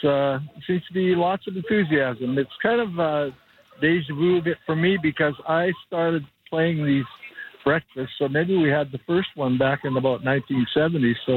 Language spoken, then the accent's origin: English; Pender Harbour, British Columbia, Canada; I'm a coastal boy. I was born in Tender Harbor up the Sunshine Coast. My dad was a logger, then a fisherman. So I come from that culture